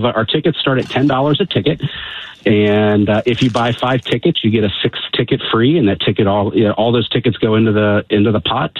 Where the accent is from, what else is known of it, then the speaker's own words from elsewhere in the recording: Ohio, United States; moved away as an adult; now in Chicago area, United States; So I grew up in Ohio, and I came through as a Mason and a Shriner through Ohio, and then moved to the Chicago area in 2016